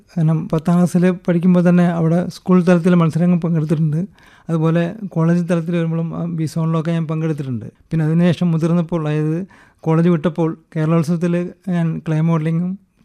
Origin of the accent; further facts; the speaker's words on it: Kozhikode, Kerala, India; എൻ്റെ പിതാവ് … saint Joseph സ്കൂളിലെ അധ്യാപകനായിട്ടാണ് ഇവിടെ ഞാൻ കോഴിക്കോട് വന്നത്. അപ്പോൾ ഞാൻ 1 മുതൽ കോഴിക്കോട്ടുകാരനാണ്.